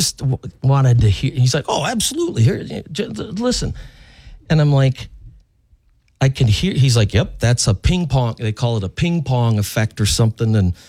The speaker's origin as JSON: {"language": "English", "country": "United States", "said": "we're from the Quad Cities."}